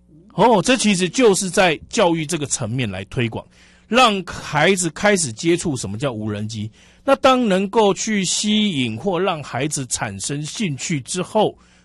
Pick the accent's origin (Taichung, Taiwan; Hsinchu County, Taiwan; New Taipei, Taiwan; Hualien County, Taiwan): Taichung, Taiwan; Dajia; 咱的家乡一直无进步，